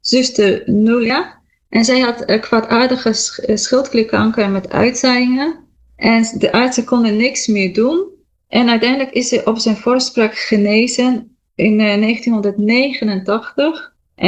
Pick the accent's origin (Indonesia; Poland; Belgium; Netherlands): Poland